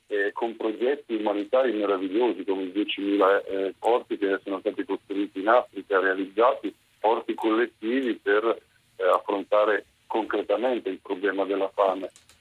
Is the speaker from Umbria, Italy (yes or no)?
no; Prato, Tuscany, Italy; sono arrivato adesso sono a Verona a lavorare, a recitare, e vengo da Prato